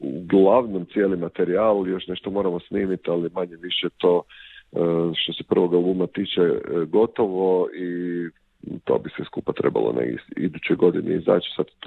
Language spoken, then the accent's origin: Croatian; Zagreb, City of Zagreb, Croatia; dolazimo iz Zagreba